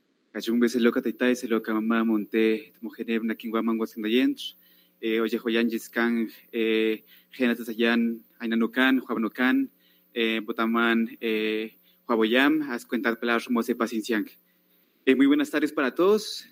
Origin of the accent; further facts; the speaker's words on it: Sibundoy, Putumayo, Colombia; vengo desde Sibundoy, el alto sur colombiano